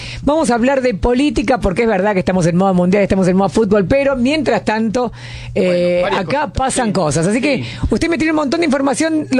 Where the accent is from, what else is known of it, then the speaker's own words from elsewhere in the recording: Argentina; obviamente soy argentina